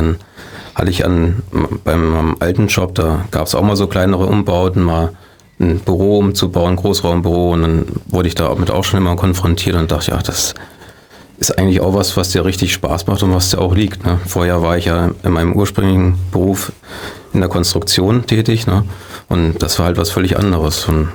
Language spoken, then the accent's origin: German; Niederhohen, Germany; das war ich damals auch in meinem Heimatort in Niederhohen